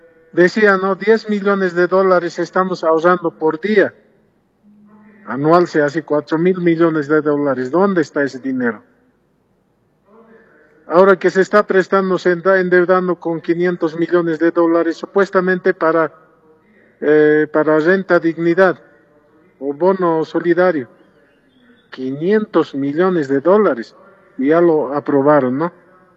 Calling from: El Alto, La Paz, Bolivia; Estoy llamando desde la ciudad del Alto.

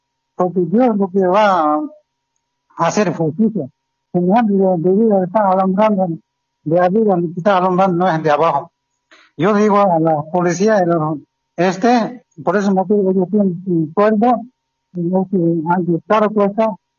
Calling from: Montero, Santa Cruz, Bolivia; yo me llamo de aquí Montero, Juan Pablo II

